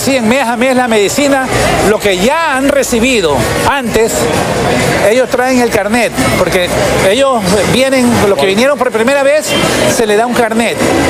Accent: Manabí, Ecuador; now in El Empalme, Ecuador; yo hablo por mí, yo soy manabita

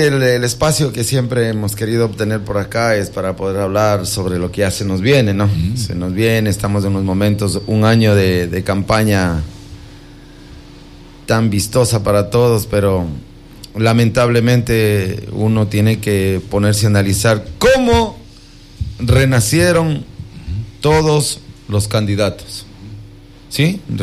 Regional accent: Ibarra, Imbabura, Ecuador; now in Quevedo, Ecuador; Yo soy ibarreño, soy

